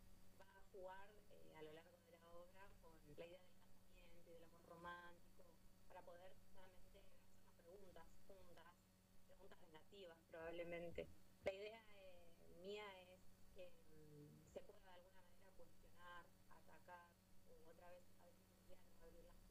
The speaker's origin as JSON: {"language": "Spanish", "town": "Cinco Saltos", "region": "Río Negro", "country": "Argentina", "tie": "born or raised there", "said": "Cinco Saltos, la ciudad donde yo nací y de donde yo vengo. Así que también estoy muy ansiosa de poder encontrarme con la gente que me vio crecer, con gente del mismo lugar donde yo crecí"}